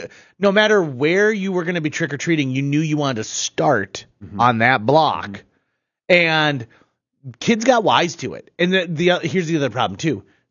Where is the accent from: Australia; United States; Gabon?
United States; Dude, I also grew up in the Clara Barton area. It was fantastic.